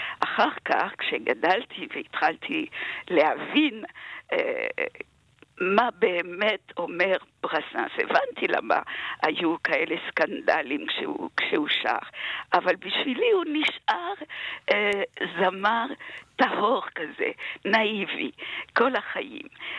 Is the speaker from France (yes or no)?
yes; France; now in Israel; אני פשוט הייתי צרפתיה, אני עדיין, אבל נולדתי באווירה הזאת של השירה הקלאסית ושל שירי טרובדורים